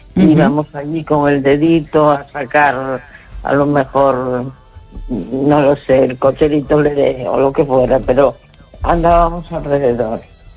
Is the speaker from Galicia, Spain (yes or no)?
yes; A Coruña, Galicia, Spain